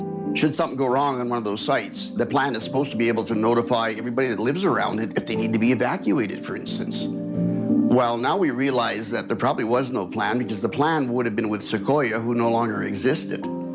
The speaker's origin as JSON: {"language": "English", "town": "Two Hills", "region": "Alberta", "country": "Canada", "tie": "born or raised there", "said": "I've lived in this area pretty well all my life. I grew up in Two Hills, Alberta, which is just a little town south of us here, about 5 minutes. Got married, met my wife here, and we settled down here and started to raise our family. We've been out here now 26 years."}